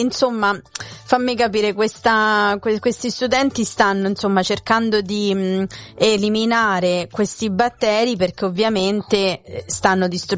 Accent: Torvaianica, Lazio, Italy; moved away; sempre da dove vengo io, Tor Vaianica, perché è sul mare

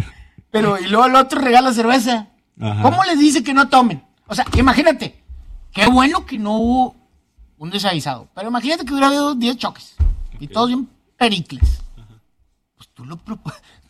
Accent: Mexico; No, nos estábamos muriendo nosotros como mexicanos.

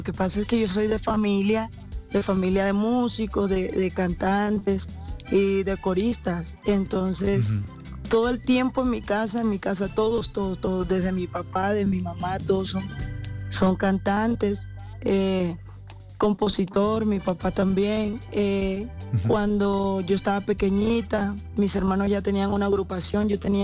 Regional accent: Sevilla, Magdalena, Colombia; also born or lived in Riohacha, La Guajira; Costeña, bueno. Señor, costeña. Nacida en Riohacha, Guajira, pero me crié cerca de Santa Marta, en un pueblo que se llama Sevilla, zona bananera.

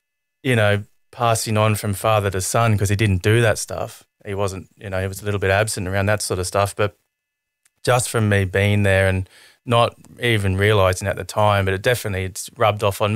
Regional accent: Gold Coast, Queensland, Australia; I grew up on the Gold Coast in my younger years and grew up in a pretty unique kind of environment where I didn't live in a normal street in a neighbourhood until I was about 14.

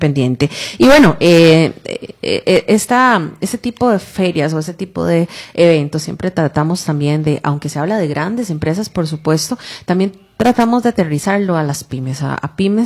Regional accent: Costa Rica

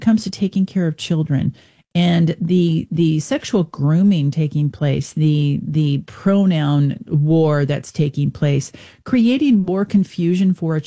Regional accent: Washington, United States; born there; I was born in Washington State. I live here now. Our family lives here.

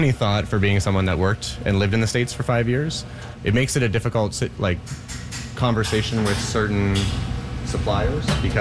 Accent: Canada; Part of our ethos being Canadian, sustainable, local as much as possible does involve with being in Ottawa, in Gatineau, in a northern part of the country, we have to preserve for wintertime.

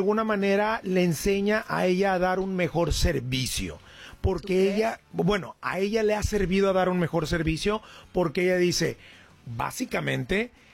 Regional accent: Monterrey, Nuevo León, Mexico; Yo soy de Monterrey

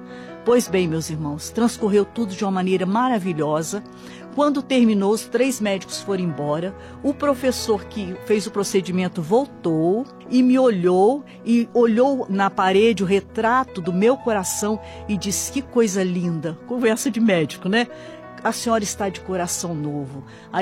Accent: Espírito Santo, Brazil; born there; now in São Paulo, Brazil

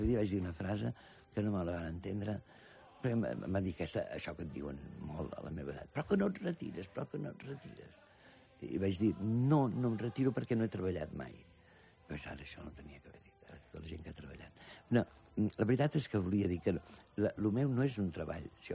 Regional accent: Catalonia, Spain; Potser sí que soc català

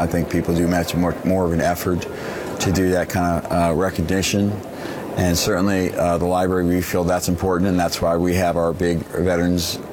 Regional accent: Norfolk, Virginia, United States; I grew up in a Navy town. I grew up in Norfolk, Virginia. My dad was in the Navy.

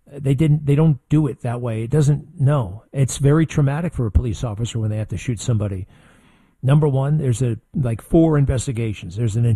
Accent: Garden City, New York, United States; born or raised there

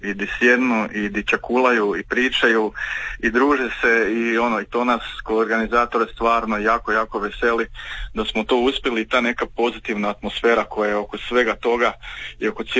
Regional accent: Zadar, Zadar County, Croatia; tu kod nas u Zadru

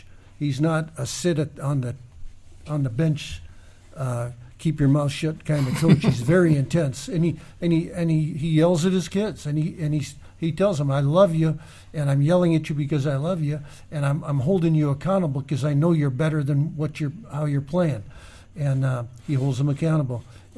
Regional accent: Kotzebue, Alaska, United States; born or raised there

